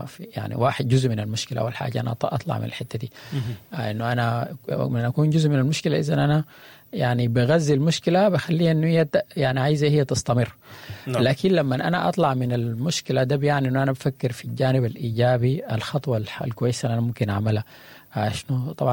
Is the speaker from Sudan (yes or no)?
yes; Sudan; نحن يعني سودانيين ومجتمع سوداني